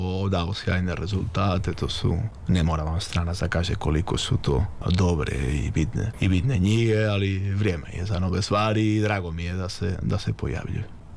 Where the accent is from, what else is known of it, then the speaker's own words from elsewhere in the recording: Spain; Bosnian is a second language; A ja sam i često tamo zvratio, pošto mi je bilo zanimljivo kao Španac, pošto, kao što znate, većina Jevreja u Sarajevu su Sefardi